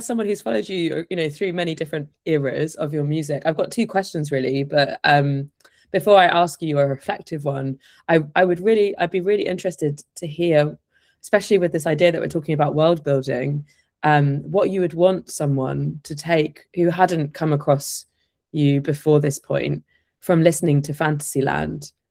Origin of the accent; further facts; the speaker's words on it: Plymouth, South West England, United Kingdom; And I grew up in Plymouth by the seaside in a very homophobic town that was not like diverse, quote unquote diverse, in any way